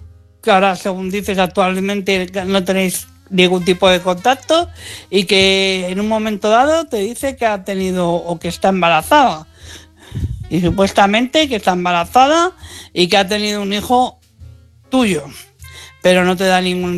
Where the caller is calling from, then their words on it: Madrid, Community of Madrid, Spain; de Madrid.